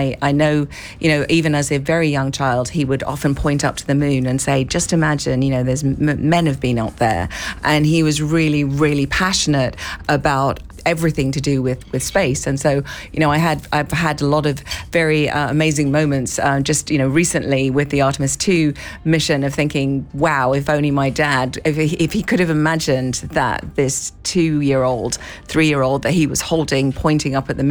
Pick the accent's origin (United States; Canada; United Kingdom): United Kingdom; Hitchin, East of England; moved away; When I grew up in Hitchin